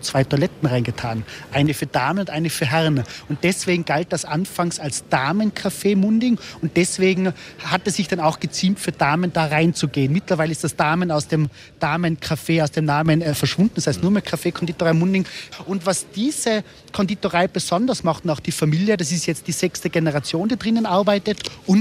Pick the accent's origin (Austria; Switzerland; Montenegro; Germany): Austria; Tyrol; muss ich jetzt natürlich als Tiroler sagen